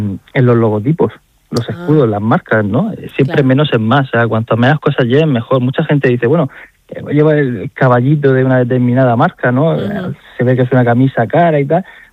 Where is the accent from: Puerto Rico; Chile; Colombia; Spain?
Spain; Cartagena, Region of Murcia; yo soy cartagenero, esto se dice mucho en Cartagena, pero yo creo que en toda la región de Murcia.